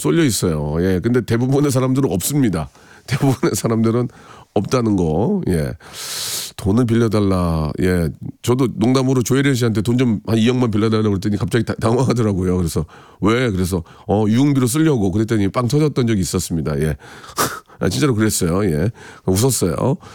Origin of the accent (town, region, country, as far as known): Gunsan, North Jeolla, South Korea; born or raised there; moved away